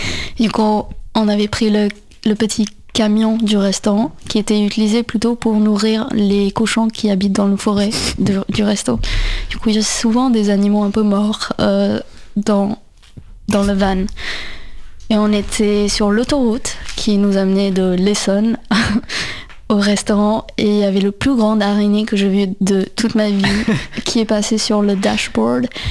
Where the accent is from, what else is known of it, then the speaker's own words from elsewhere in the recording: India; now in France; Du coup, j'ai grandi en Inde et la première fois que je suis venue en France, c'était en 2012, où j'ai fait un échange avec une famille d'accueil.